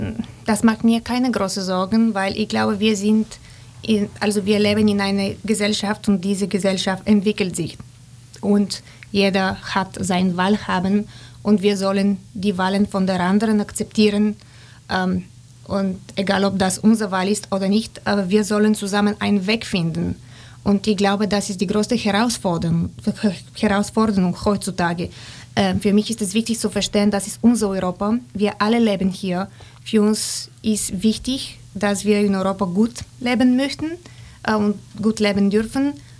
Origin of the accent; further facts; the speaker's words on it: Bulgaria; moved away as an adult; now in Germany; ich bin Bulgarin